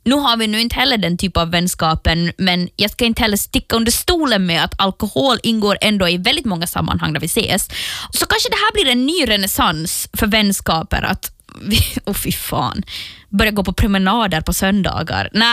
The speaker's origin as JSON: {"language": "Swedish", "region": "Ostrobothnia", "country": "Finland", "moved": "yes", "lives_now": "Stockholm, Sweden", "said": "Vi är alla från Österbotten, men nu är vi ju lite utspridda i världen."}